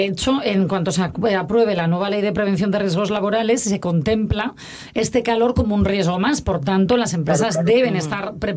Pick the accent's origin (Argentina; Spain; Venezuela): Spain; Asturias; yo soy asturiana para llevar bien la lluvia